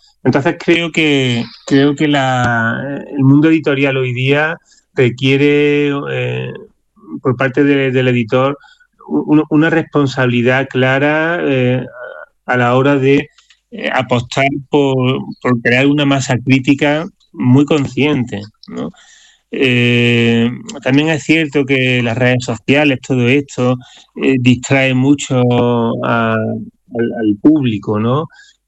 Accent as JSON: {"language": "Spanish", "town": "Córdoba", "region": "Andalusia", "country": "Spain", "said": "Yo, claro, también soy de Córdoba y seguía muy de cerca desde hacía años la ingente labor de Manuel Pimentel"}